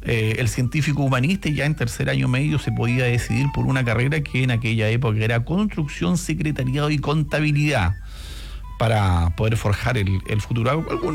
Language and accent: Spanish; Coyhaique, Aysén, Chile; born there